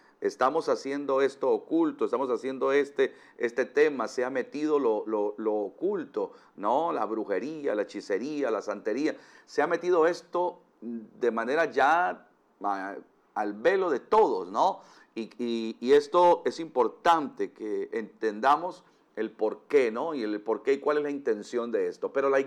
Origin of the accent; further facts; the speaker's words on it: Bucaramanga, Santander, Colombia; ¿De Bucaramanga, como soy yo?